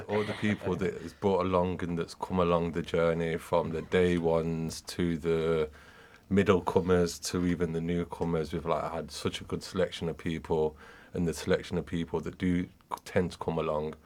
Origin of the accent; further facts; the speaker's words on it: Leicester, East Midlands, United Kingdom; I'm from Leicester